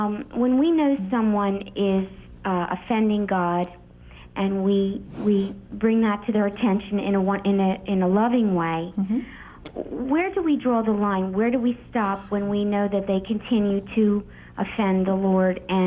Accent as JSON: {"language": "English", "region": "Pennsylvania", "country": "United States", "said": "I'm from Pennsylvania."}